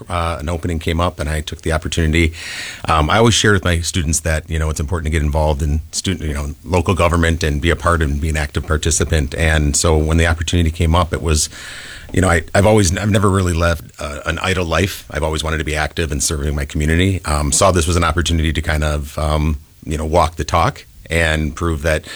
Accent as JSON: {"language": "English", "town": "Milwaukee", "region": "Wisconsin", "country": "United States", "tie": "born or raised there", "also_born_or_lived": "Oshkosh", "moved": "as an adult", "lives_now": "Neenah, United States", "said": "I was born and raised in Milwaukee. I went to UW Oshkosh for an undergrad"}